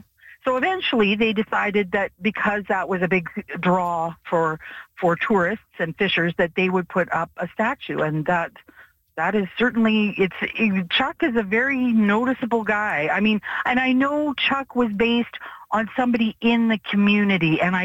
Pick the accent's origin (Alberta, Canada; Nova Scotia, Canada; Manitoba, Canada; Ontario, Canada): Manitoba, Canada; Selkirk; I grew up in Selkirk